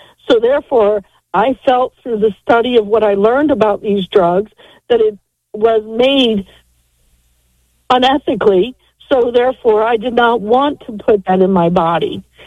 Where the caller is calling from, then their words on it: Delaware, United States; Yes, the state of Delaware. I'm actually over near Ocean City, Maryland.